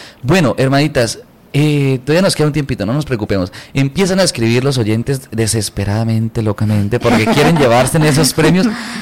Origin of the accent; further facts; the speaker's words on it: Salazar de Las Palmas, Norte de Santander, Colombia; moved away; also born or lived in El Carmen; yo estudié con las dominicas en Salazar, porque yo soy de Salazar, bueno, me crié en Salazar, soy del Carmen, mis papás y eso, pero yo me crié en Salazar de Las Palmas